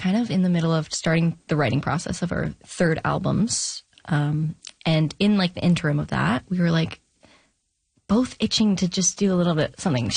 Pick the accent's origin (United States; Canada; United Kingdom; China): Canada; Vancouver, British Columbia; we're both from Vancouver and the community is pretty small